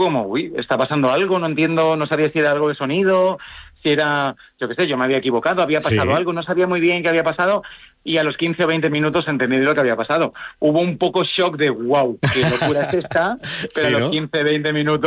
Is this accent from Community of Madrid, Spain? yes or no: no; Valencian Community, Spain; como Villena, como pasa en mi tierra en Valencia, que hay muchas bandas, muchas orquestas, pues eso, mucha conexión con la música.